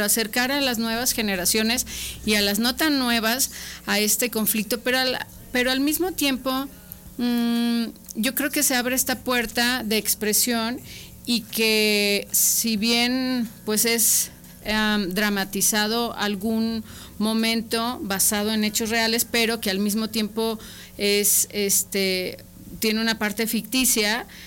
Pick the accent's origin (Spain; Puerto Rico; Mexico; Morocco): Mexico; San Julián, Jalisco; moved away; Yo vengo de San Julián, Jalisco, que es el municipio considerado la cuna de la cristera